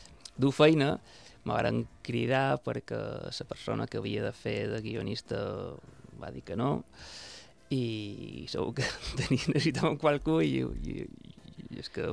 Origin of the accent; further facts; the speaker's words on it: Palma, Balearic Islands, Spain; vaig néixer en el Molinar i vaig començar a colcar bicicleta allà, en el Molinar